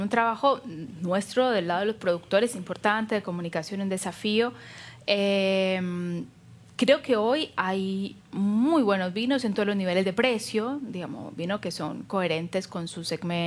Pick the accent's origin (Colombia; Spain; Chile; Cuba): Colombia; now in Argentina; también soy colombiana, esto es indiscutible.